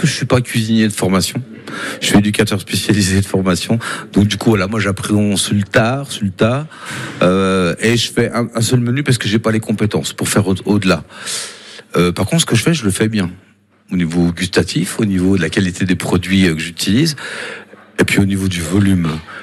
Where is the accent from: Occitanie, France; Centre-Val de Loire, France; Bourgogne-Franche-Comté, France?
Bourgogne-Franche-Comté, France; Un bon comté, parce que je suis jurassien.